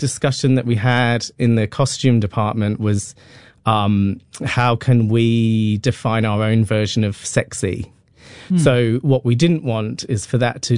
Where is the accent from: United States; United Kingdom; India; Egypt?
United Kingdom; Leicester, East Midlands; I grew up in Leicester.